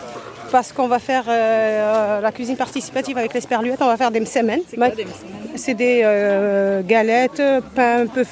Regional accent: Carpentras, Provence-Alpes-Côte d'Azur, France; born there; moi je viens de Carpentras.

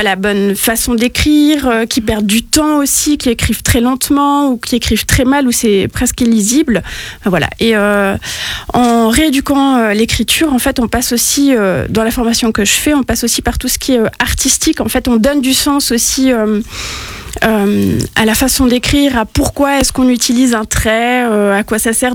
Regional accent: Switzerland; moved away as an adult; now in Vendée, France; En fait, à la base, je suis professeure des écoles en Suisse, donc j'ai grandi en Suisse.

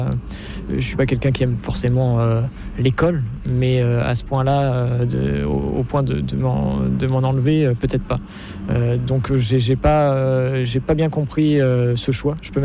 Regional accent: Normandy, France; chez moi en Normandie il neige pas

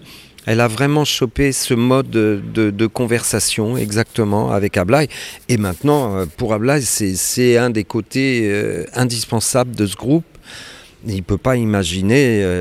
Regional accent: Rennes, Brittany, France; Mais en même temps, j'ai grandi à Rennes.

